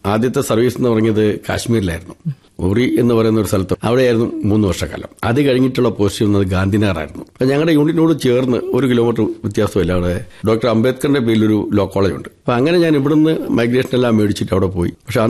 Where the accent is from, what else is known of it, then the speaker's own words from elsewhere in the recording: Thiruvananthapuram, Kerala, India; ഞാൻ തിരുവനന്തപുരത്താണ് ജനിച്ചത്.